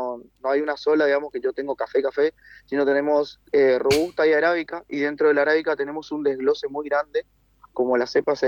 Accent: Misiones, Argentina; Entonces asumo el rol de poder multiplicar lo que sé, y qué mejor que en mi tierra. Mi tierra querida, que es tan bendecida que puedes plantar cualquier cosa.

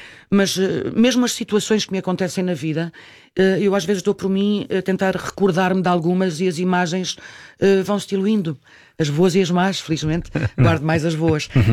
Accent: Lisbon, Portugal; moved away as an adult; já não morando no bairro, porque eu saí de lá com 19 anos, quando tinha alguma coisa a fazer por ali perto, eu ia sempre à Travessa do Livramento, que foi onde eu cresci.

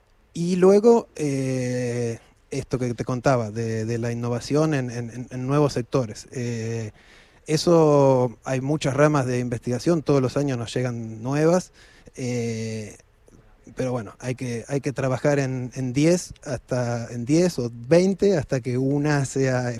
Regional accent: Argentina; moved away as an adult; now in Valencia, Spain; siendo argentino

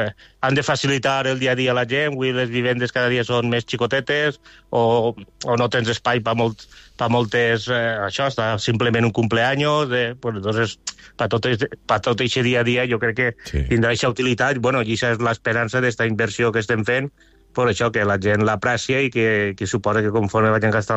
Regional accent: Valencian Community, Spain; com som els valencians, pues és de menjar i beure

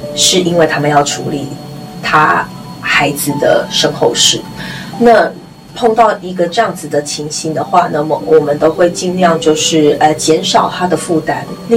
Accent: Taiwan; born there; 我是在台湾出生这边长大，所以变得说我对两个地方的这个 culture 都还蛮了解的。

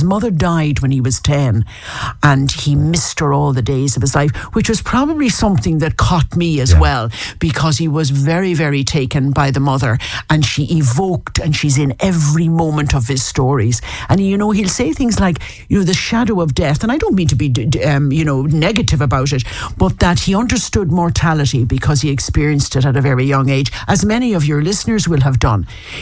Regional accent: Foxford, Connacht, Ireland; born there; No, I was not. I was born in Foxford in Mayo.

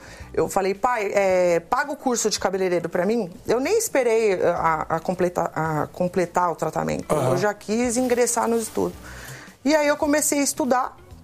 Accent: São Paulo, Brazil; now in Itapecerica da Serra, Brazil; Eu nasci em São Paulo e fui criada no Capão Redondo.

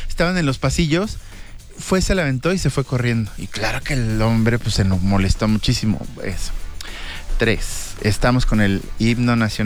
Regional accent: Mexico; Todos los mexicanos... No somos noruegos.

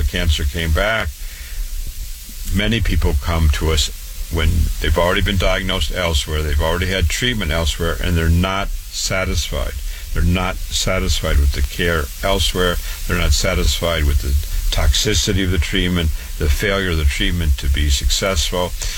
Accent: Waterloo, Iowa, United States; born and raised in Waterloo, Iowa. Went to public school

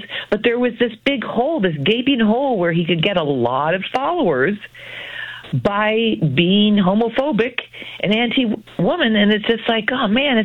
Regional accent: Ontario, Canada; born there; also born or lived in Sault Ste. Marie, Canada / Guelph, Canada; I grew up in Sault Ste. Marie and Guelph, who I think have the two highest Italian populations after Rome and Woodbridge.

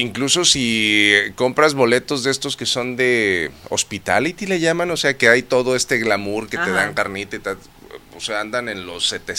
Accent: Paraguay; Porque somos paraguayos, oiga, ¿no? Venga Paraguay, ¿no?

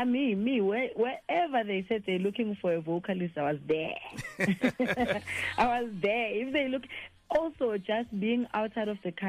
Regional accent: Springs, Gauteng, South Africa; I'm from Guatemala Springs.

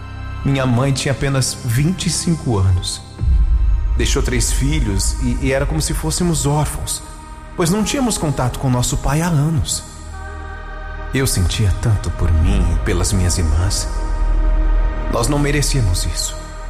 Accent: Ilhéus, Bahia, Brazil; Nasci na cidade de Ilhéus, na Bahia, onde passei um período da minha infância que não foi tão feliz assim.

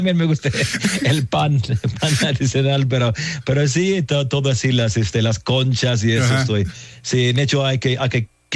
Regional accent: England, United Kingdom; Yo, como soy de Inglaterra

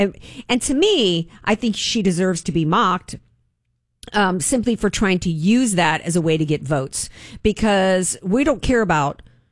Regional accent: United States; I'm not Irish American or whatever my background is. And it includes Native American through mama's side of the family. I'm an American.

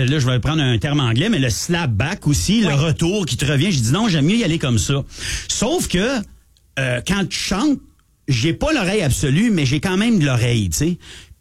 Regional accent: Ottawa, Ontario, Canada

